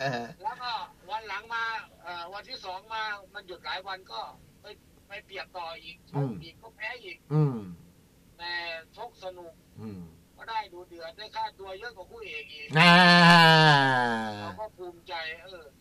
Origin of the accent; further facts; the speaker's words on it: Ubon Ratchathani, Thailand; moved away; also born or lived in Phra Pradaeng; เราเป็นคนอุบล